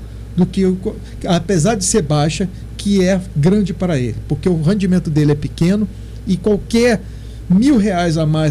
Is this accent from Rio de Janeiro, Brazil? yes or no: yes; Rio de Janeiro, Brazil; now in São Paulo, Brazil; Eu sou natural do Rio, né? Eu vim para São Paulo importado, mas eu não perdi alguns sotaques lá.